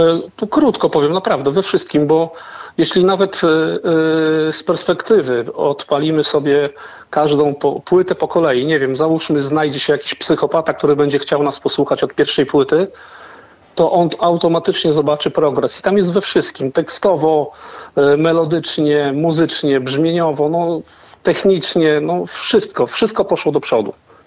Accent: Kętrzyn, Warmian-Masurian Voivodeship, Poland; Ja jestem z Kętrzyna, także to jest jakieś 30 kilometrów od Węgorzewa.

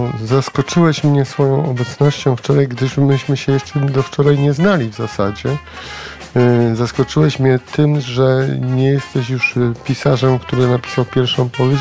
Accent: Wrocław, Lower Silesian Voivodeship, Poland; jestem z Wrocławia i to jest moje miasto

